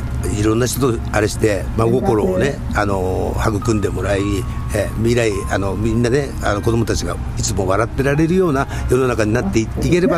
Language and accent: Japanese; Sagamihara, Kanagawa, Japan; 私の地元は神奈川県の相模原なんで、